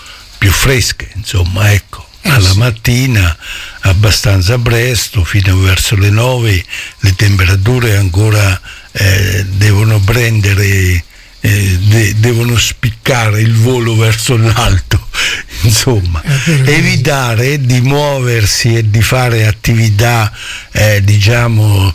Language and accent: Italian; Montappone, Marche, Italy; born there; poi detto da me che sono nato a Montappone, che dove i cappelli si fanno per tutto il mondo